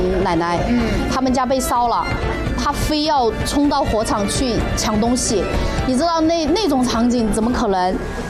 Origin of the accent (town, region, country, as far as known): Chongqing, China